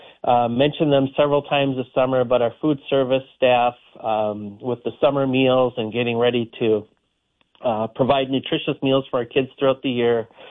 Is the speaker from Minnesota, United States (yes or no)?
yes; Deer River, Minnesota, United States; born there; also born or lived in Michigan; So originally I'm from Michigan. My family moved to Minnesota in 1977, and I started fourth grade in Deer River. But in Michigan, I had it pretty good before kindergarten.